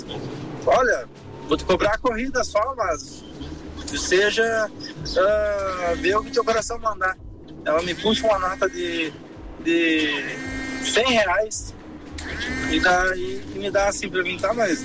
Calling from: Passo Fundo, Rio Grande do Sul, Brazil; Sou aqui de Passo Fundo, Rio Grande do Sul.

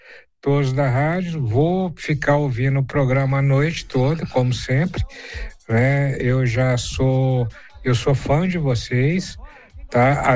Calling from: São Mateus, Espírito Santo, Brazil; Eu sou do estado do Espírito Santo, né?

